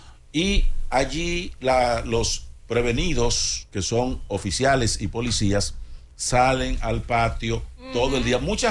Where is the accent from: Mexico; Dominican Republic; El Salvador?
Dominican Republic; nosotros somos los dominicanos